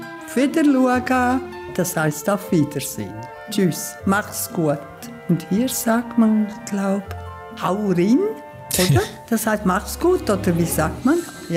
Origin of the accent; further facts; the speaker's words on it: Liechtenstein; now in Möser, Germany; Seit 11 Jahren wohne ich in Möser und eigentlich komme ich aus Liechtenstein.